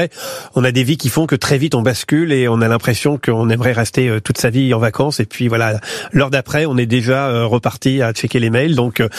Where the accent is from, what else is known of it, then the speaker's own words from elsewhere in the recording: Pont-de-l'Arche, Normandy, France; ma ville natale, Pont de l'Arche, qui est une petite